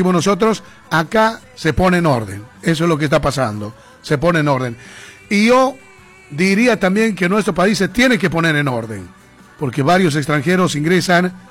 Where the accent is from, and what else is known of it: Bolivia; now in Argentina